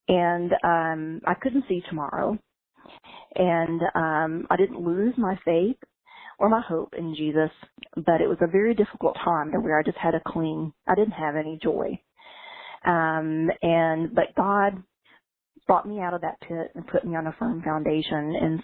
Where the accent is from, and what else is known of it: Kentucky, United States; born there; now in Jacksonville, United States